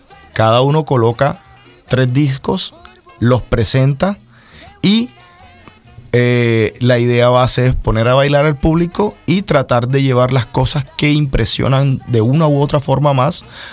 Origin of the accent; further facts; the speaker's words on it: Cartagena, Bolívar, Colombia; now in Barranquilla, Colombia; Soy nacido en Cartagena, en un barrio muy popular, el barrio El Espinal. Y allí en Cartagena al principio pues pude adquirir todo lo que tiene que ver mis conocimientos de música